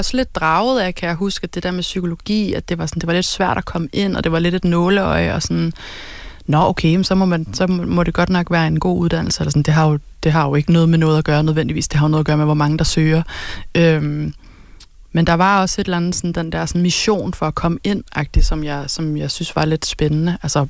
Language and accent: Danish; Farum, Capital Region of Denmark, Denmark; moved away; Jeg er fra Farum